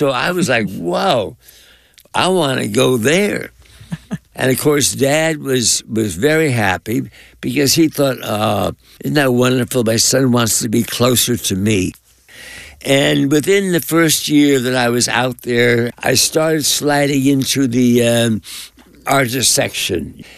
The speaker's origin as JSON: {"language": "English", "region": "East Coast", "country": "United States", "tie": "born or raised there"}